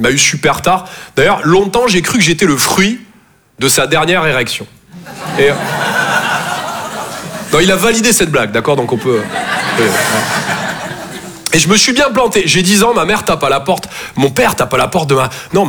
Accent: Toulouse, Occitanie, France; moved away; Je viens de Toulouse, à la base. Ouais, ça s'entend un peu, ouais. Bah, mon accent, c'est vraiment comme mon sexe, je sors que quand je suis en confiance.

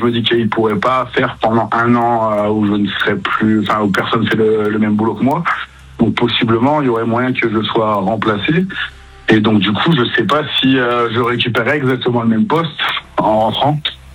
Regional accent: Soissons, Hauts-de-France, France; De Soissons, à Rennes.

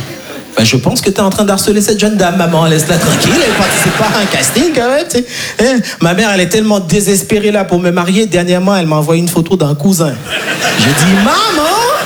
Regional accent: Haiti; parce que je suis né et grandi en Haïti, et en Haïti, on n'a pas les 4 saisons, ok?

